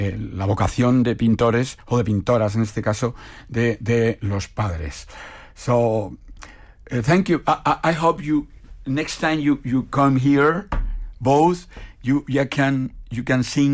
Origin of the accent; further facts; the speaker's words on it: Spain; as a Spanish I am